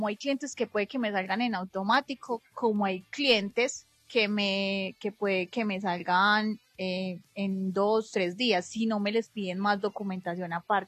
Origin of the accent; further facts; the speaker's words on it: Támesis, Antioquia, Colombia; soy de Támesis.